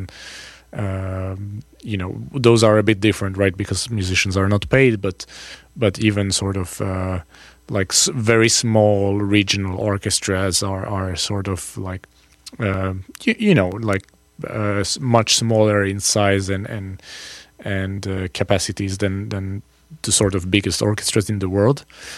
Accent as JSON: {"language": "English", "town": "Paris", "region": "Île-de-France", "country": "France", "said": "and I come from Paris, you know, so yeah."}